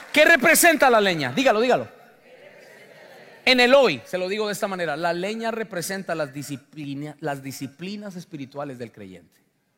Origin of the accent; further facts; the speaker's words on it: Colombia; Yo recuerdo que yo soy de Colombia, pero algunos a lo mejor de sus países vivieron lo que yo viví